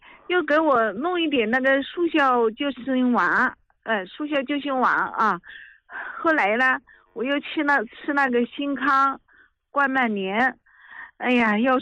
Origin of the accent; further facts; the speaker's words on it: Hubei, China; 我家是湖北的，